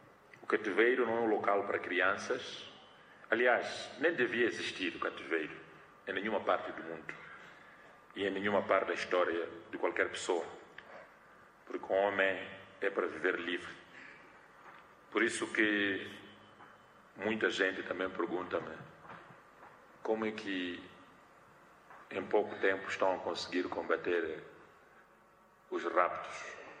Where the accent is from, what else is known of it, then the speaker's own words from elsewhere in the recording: Inhaminga, Sofala, Mozambique; born there; Meu irmão mais velho, este que tinha este nome, nasceu no Dondo e eu nasci em Inhaminga, porque o meu pai trabalhava no CFM e tinha sido transferido do Dondo para Inhaminga.